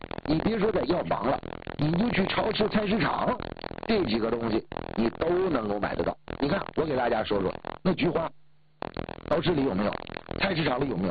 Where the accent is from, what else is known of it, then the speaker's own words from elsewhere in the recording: Northeast China, China; 那我记得小的时候在东北，这个每次吃了橘子剩那个皮儿